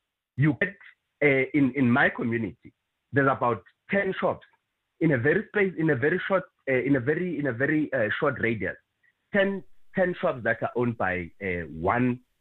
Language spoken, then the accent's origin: English; Secunda, Mpumalanga, South Africa; we grew up here in South Africa.